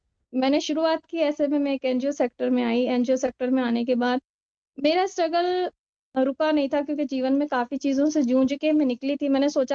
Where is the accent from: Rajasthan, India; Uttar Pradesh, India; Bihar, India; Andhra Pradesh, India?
Rajasthan, India; राजस्थान से हूँ और मैं जिस समाज की महिला हूँ, पहले तो मैं अपने बारे में बताऊँगी कि जिस समाज से आती हूँ, मैं मुस्लिम तबके से आती हूँ